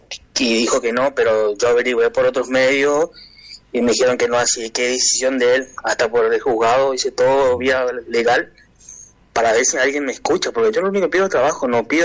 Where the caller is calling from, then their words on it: San Martín, Argentina; de San Martín.